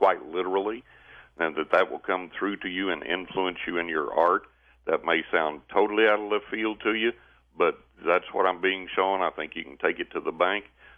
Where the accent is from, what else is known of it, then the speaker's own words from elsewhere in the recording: Texas, United States; Well, I am from West Texas, Lance.